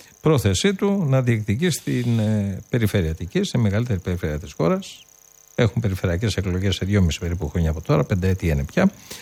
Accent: Western Greece, Greece; moved away; στην πατρίδα μου, στο Λακαρανία

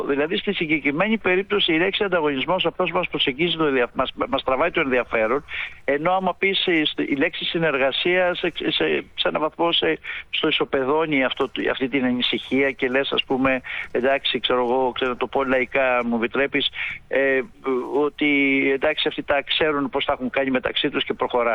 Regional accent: Greece; now in China

